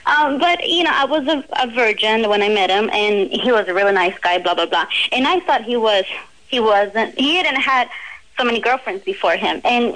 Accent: El Salvador; moved away; I was back in El Salvador with my mommy

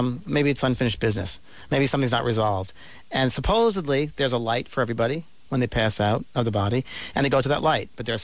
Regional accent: New York, United States; And I thought, you know, I'm from New York

